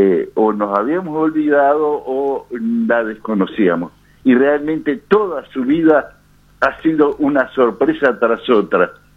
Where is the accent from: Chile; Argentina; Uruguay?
Uruguay